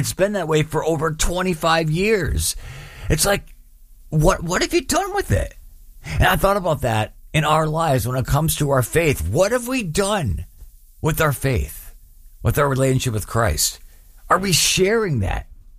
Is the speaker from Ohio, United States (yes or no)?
no; Mundelein, Illinois, United States; This morning, I'm in my hometown where I grew up in Mundelein.